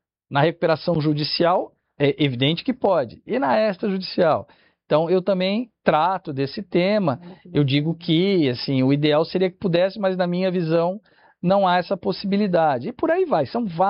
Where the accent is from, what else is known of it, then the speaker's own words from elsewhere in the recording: Ribeirão Preto, São Paulo, Brazil; Eu sou da região de Ribeirão Preto